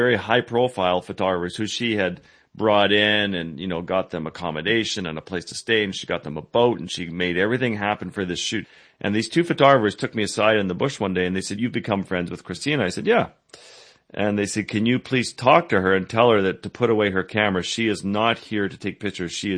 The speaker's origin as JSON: {"language": "English", "country": "Ireland", "said": "being the Irish ADHD guy"}